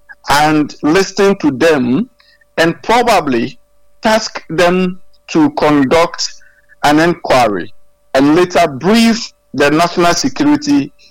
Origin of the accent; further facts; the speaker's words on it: Ghana; As a Ghanaian, as a citizen that I know